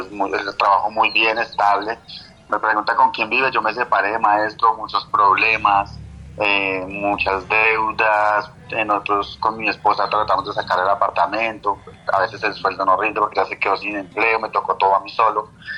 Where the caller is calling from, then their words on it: La Vega, Cundinamarca, Colombia; yo lo llamo desde La Vega, Cundinamarca